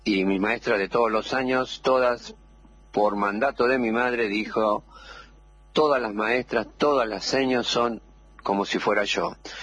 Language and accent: Spanish; Argentina; somos argentinos